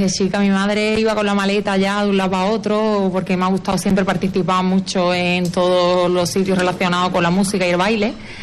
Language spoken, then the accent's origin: Spanish; Lepe, Andalusia, Spain; que soy lepera por los cuatro costados, soy mucho de la Virgen, de mis costumbres, de mis tradiciones, de todo en sí.